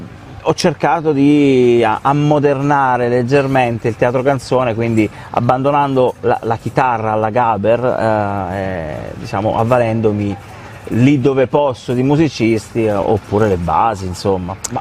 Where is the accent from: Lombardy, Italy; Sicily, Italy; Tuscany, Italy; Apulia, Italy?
Apulia, Italy; Taranto; Allora, io sono veneto. Perché sono di Taranto e io, come le tartarughine, mi dirigo verso il mare di Taranto ogni estate